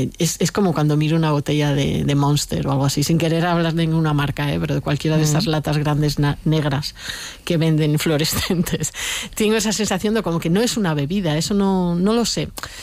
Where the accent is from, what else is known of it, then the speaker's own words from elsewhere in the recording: Alicante, Valencian Community, Spain; Yo creo que primero porque soy de Alicante, porque no es vivo en Madrid